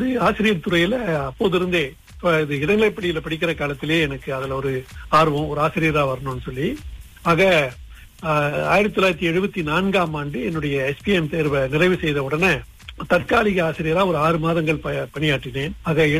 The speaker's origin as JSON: {"language": "Tamil", "town": "Labis", "region": "Johor", "country": "Malaysia", "tie": "born or raised there", "moved": "as an adult", "lives_now": "Kuala Lumpur, Malaysia", "said": "நான் பிறந்து வளர்ந்தது படித்ததெல்லாம் ஜுகூர் மாநிலம் சாவில் உள்ள ஜுகூர்ல ஆபீஸ் தோட்டம் பிரிவு 4. அத வந்து எங்க ஊர்ல வந்து 12 சொல்லுவோம், ஏன்னா 12 மைல் அது இருக்கு."}